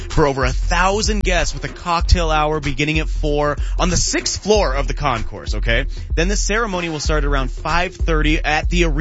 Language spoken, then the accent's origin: English; Pittsburgh, Pennsylvania, United States; I'm from Pittsburgh.